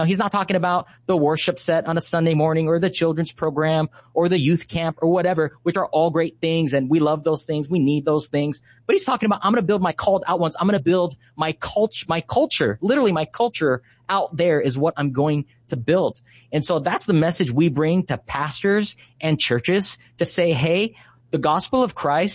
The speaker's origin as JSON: {"language": "English", "region": "Hawaii", "country": "United States", "tie": "born or raised there", "said": "And the reason why it's on Maui is I'm born and raised on Maui. I'm a local boy here."}